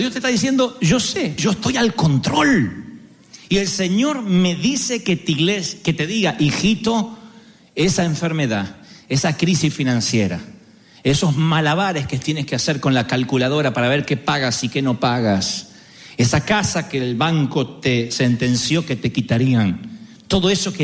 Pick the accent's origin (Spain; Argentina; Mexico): Argentina; Porque somos argentinos.